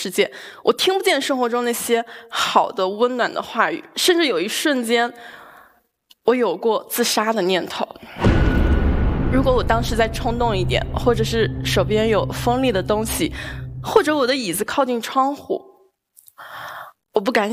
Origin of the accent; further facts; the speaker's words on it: Zibo, Shandong, China; 作为一个淄博人